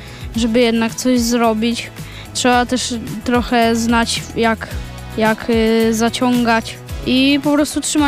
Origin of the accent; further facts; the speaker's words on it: Masovian Voivodeship, Poland; Jesteśmy z Kurpich Zielonych